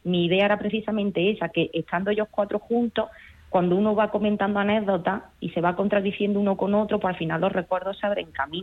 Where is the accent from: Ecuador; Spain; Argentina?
Spain; Córdoba, Andalusia; now in Madrid, Spain; yo soy cordobesa, aunque actualmente vivo en Madrid, pero bueno, aparte tengo ahí una parte de sangre que me tira porque